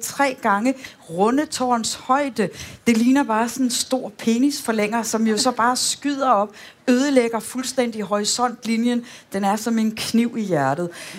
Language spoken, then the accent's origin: Danish; Aarhus, Central Denmark Region, Denmark; moved away; jeg er vokset op i Risskov, lidt uden for Aarhus